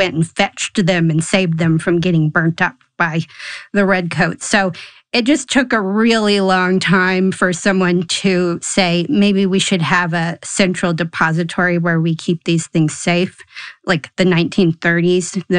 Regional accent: Bozeman, Montana, United States; we're sitting here in my hometown of Bozeman

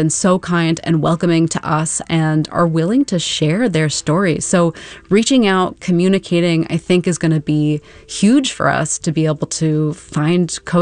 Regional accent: San Francisco, California, United States; I know I am from San Francisco.

